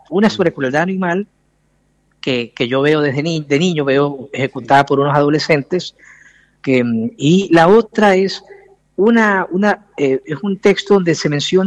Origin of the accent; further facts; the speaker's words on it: Ecuador; Mira que siendo ecuatoriano no lo había leído.